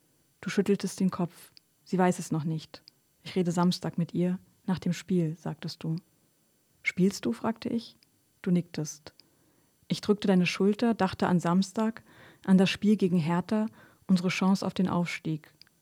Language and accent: German; Berlin, Germany; moved away as an adult; now in Leipzig, Germany; ich lebe jetzt seit über 10 Jahren in Leipzig und fühle mich hier auf jeden Fall sehr zu Hause. Genau, aufgewachsen bin ich in Berlin. Da fühle ich mich vielleicht auch noch, ja, in beiden Städten fühle ich mich zu Hause